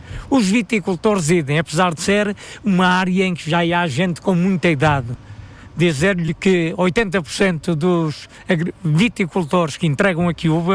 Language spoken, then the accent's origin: Portuguese; Lamego, Norte, Portugal; now in Ferreirim, Sernancelhe, Portugal; eu sou natural de Lamego, vivo em Ferreirinho de Serrancelho, mas desloco-me todos os dias para Moimenta.